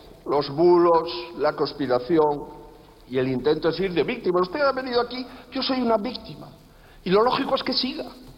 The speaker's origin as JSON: {"language": "Spanish", "country": "Spain", "said": "Aquí las únicas víctimas del gobierno corrupto, como el suyo, somos los españoles."}